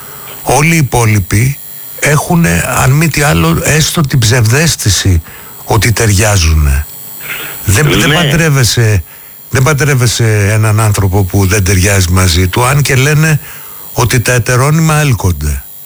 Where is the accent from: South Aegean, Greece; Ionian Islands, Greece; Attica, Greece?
Attica, Greece; Athens; Η ιδιαίτερη πατρίδα μου είναι η Οδός Πατησίων.